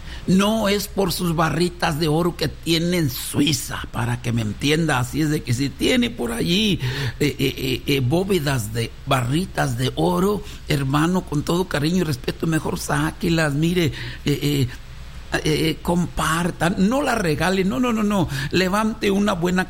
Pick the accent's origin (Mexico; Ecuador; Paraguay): Mexico; moved away; soy mexicano